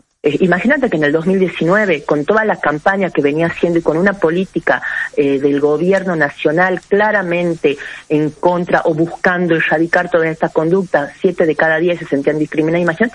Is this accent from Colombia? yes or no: no; Argentina; Igual yo soy argenta de la cuna hasta el cajón.